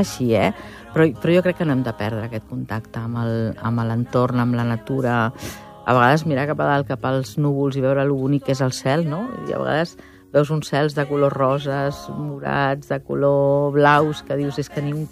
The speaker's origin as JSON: {"language": "Catalan", "town": "Barcelona", "region": "Catalonia", "country": "Spain"}